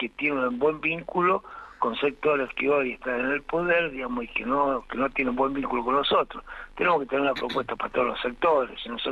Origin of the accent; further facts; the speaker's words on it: La Rioja, Argentina; mi pueblo durante mucho tiempo, como representante del Congreso de la Nación, del pueblo riojano